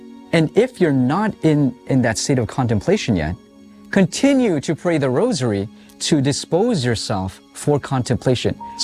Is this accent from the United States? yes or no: no; Canada; Filipino, so I'm cradle Catholic, but I grew up in Canada.